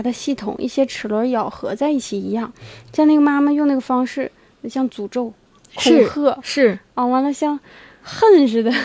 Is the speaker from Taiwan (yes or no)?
no; China; 我们中国人